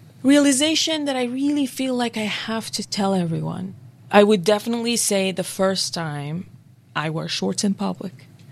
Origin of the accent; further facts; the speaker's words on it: Iran; now in United States; It's very ironic because I'm from Iran and we can't have freedom of speech.